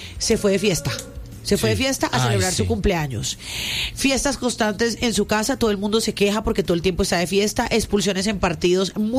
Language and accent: Spanish; Caribbean coast, Colombia; A ver, yo que soy costeña y demás